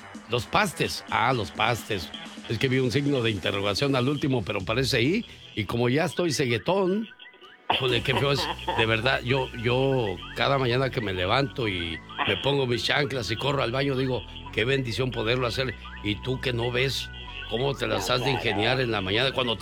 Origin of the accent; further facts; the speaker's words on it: Guatemala; moved away; Un día salí de Guatemala, pero Guatemala nunca salió de mí.